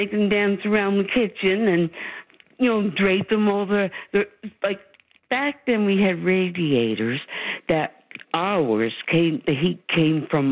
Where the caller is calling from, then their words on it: St. John's, Newfoundland and Labrador, Canada; Calling from St. John's, Newfoundland. And I've lived in all the Atlantic provinces.